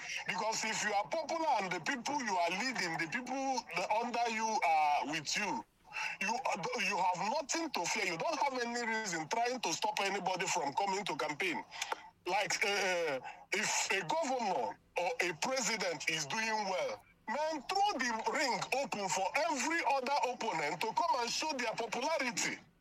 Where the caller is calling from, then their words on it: Enugu, Enugu State, Nigeria; I'm calling from Enugu.